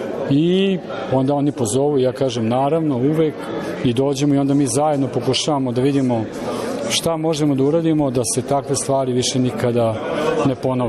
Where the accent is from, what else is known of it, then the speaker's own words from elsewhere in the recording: Belgrade, Serbia; Dolazim iz Beograda.